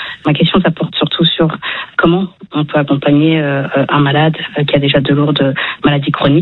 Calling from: Dakar, Senegal; je suis à Dakar, donc à 60 km.

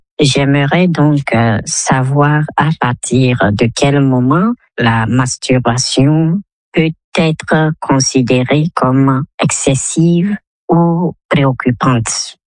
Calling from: Togo; J'ai 34 ans et je vis à Diokopé, dans la préfecture de Vaud, au Togo.

